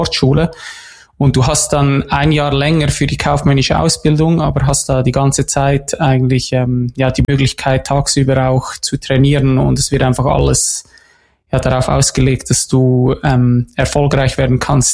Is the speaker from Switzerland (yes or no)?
yes; Lucerne, Switzerland; ich bin in der Schweiz geboren und habe auch hier die ganze Schulzeit alles verbracht und auch die größte Zeit meines Lebens in der Schweiz verbracht